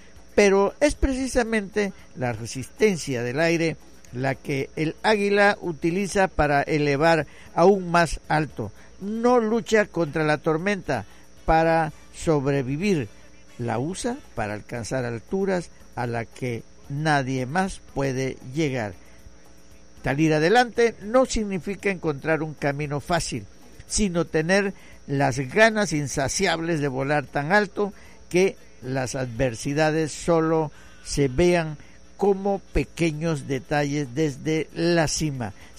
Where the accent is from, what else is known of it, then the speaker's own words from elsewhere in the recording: Santa Cruz, Mexico; moved away; sí, soy de Santa Cruz.